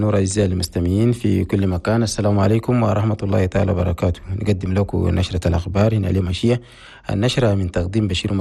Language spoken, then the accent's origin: Arabic; Chad; في بلدنا تشاد